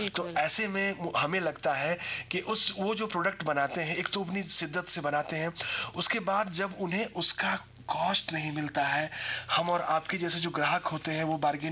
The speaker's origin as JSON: {"language": "Hindi", "region": "Jharkhand", "country": "India", "said": "मेरा जो है ना घर रचना वो संथाल परगना में है। वहां पे हमारे गांव में एक जगह है भगैया"}